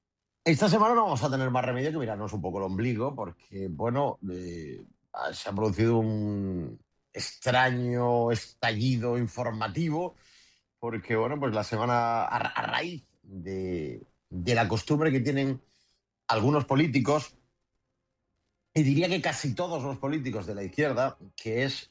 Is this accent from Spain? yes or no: yes; Andalusia, Spain; que es un encargo que tenemos como, como andaluces